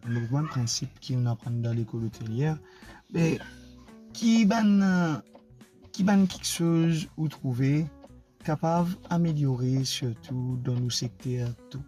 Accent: Rodrigues, Mauritius; je viens de Rodrigue. Je dirais que Rodrigue, c'est une perle au niveau de la tranquillité, de la convivialité

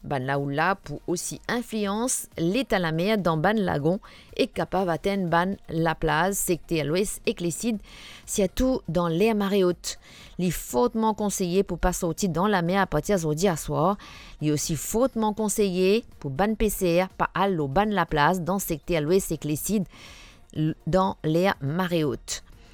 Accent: Mauritius; chez nous à Maurice

